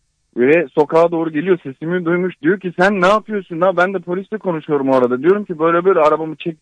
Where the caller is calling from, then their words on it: Istanbul, Turkey; İstanbul'dan arıyorum